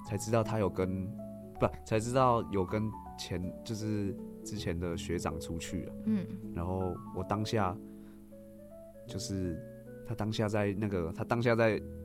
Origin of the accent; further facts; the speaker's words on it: Tainan, Taiwan; 我是台南人呢。